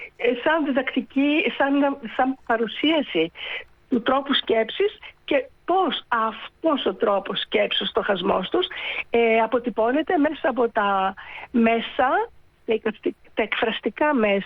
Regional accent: Greece; αυτό με ενδιέφερε να δείξω στην πατρίδα μου εδώ.

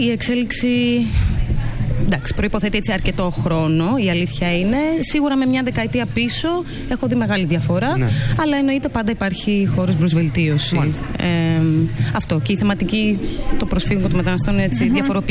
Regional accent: Greece; είμαι από την Αιθιοπία, έχω γεννηθεί και μεγαλώσει εδώ. Είμαι δεύτερης γενιάς μεταναστευτικής καταγωγής

